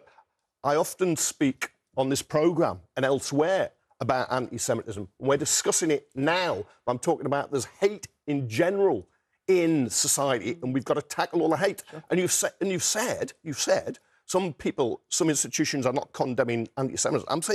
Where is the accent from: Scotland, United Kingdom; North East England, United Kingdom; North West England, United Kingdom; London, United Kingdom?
North East England, United Kingdom; South Shields; in South Shields, my hometown